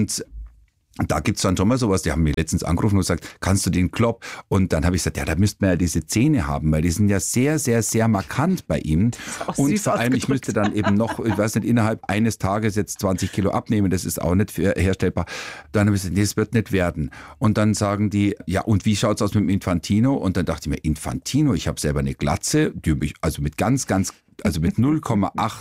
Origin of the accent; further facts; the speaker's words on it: Kaufbeuren, Bavaria, Germany; ich bin 66 geboren, und ich hatte natürlich dann schon auch eben damals Schweizer Fernsehen bei uns im Allgäu in Kaufbeuren und österreichisch.